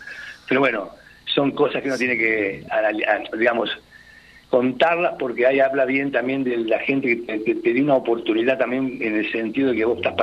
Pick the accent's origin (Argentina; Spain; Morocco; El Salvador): Argentina; Cañuelas, Buenos Aires Province; yo soy de Cañuelas